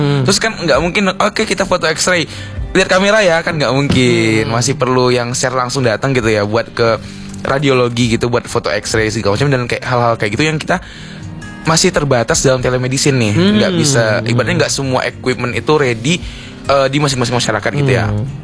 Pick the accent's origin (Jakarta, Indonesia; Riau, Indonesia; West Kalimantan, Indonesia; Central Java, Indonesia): Riau, Indonesia; Pekanbaru; Contoh nih, kan kayak gini nih misalnya, aku dari Pekanbaru. Vaskesku di Pekanbaru, BPJS-nya pas aku pindah ke UNH itu sebulan pertama aku kan belum pindah.